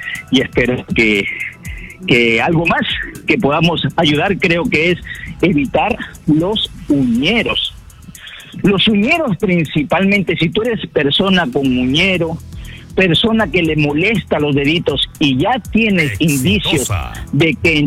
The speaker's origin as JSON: {"language": "Spanish", "country": "Peru", "said": "a nuestras personas peruanas como nosotros, peruanos como tú y yo"}